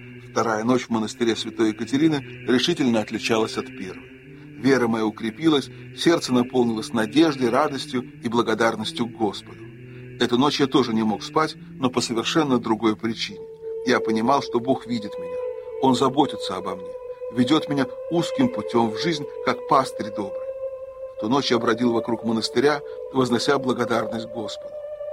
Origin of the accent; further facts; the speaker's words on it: Norway; Монах из Греции, я из Норвегии.